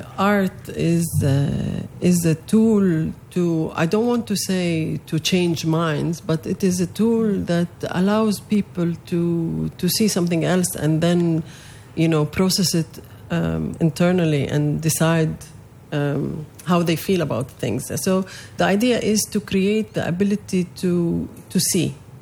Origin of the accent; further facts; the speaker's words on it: Palestine; now in Greece; And I come from Palestine and I see it from a totally different perspective, and I want to bring to Athens the Palestine I know and where I lived and I am in touch with, basically.